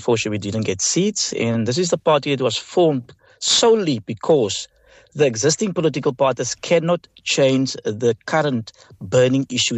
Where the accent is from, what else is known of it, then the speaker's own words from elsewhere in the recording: South Africa; We believe that we are South African citizens and we should benefit equally.